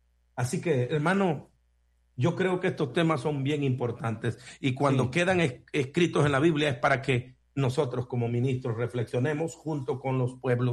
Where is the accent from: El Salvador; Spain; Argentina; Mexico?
El Salvador; moved away; yo y hermano Pedro y yo somos salvadoreños